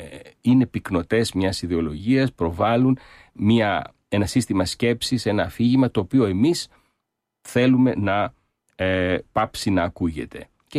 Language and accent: Greek; Alexandria, Alexandria Governorate, Egypt; το γεγονός ότι γεννήθηκα και μεγάλωσα στην Αλεξάνδρεια στην Αίγυπτο στο πλαίσιο της ελληνικής παροικίας, στα παροικιακά σχολεία